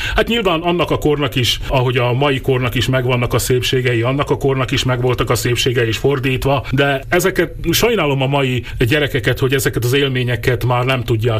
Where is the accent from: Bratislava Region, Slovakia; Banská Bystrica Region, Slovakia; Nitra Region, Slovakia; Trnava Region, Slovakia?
Trnava Region, Slovakia; Kostolné Kračany; Én Dunaszerdahely mellett Karcsán, Móroczkarcsán nőttem fel